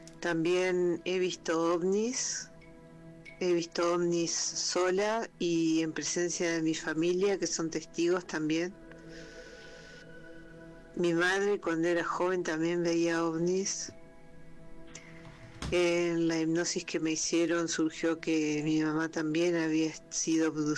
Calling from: Argentina; de Argentina.

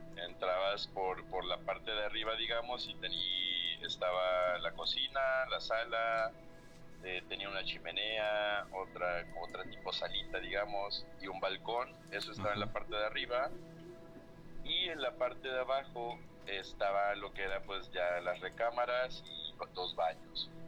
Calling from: Xalapa, Veracruz, Mexico; los escucho desde Jalapa, Veracruz.

